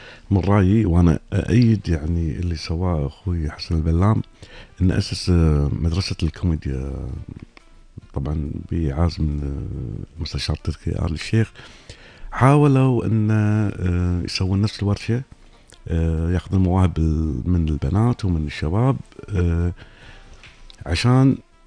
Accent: Kuwait; الجلسات القنائيه اللي كنا نسويها بالكويت بالاذاعه بالتلفزيون

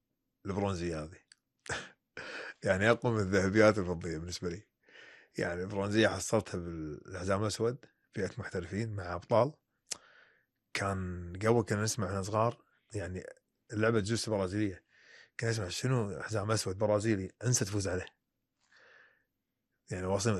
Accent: Kuwait; فلما أروح أنا برا أمثل ديرتي والعب، أنا ما قاعد أمثل بس … ، لا قاعد أمثل ترى الكويت ديرة معطاء فيها أبطال

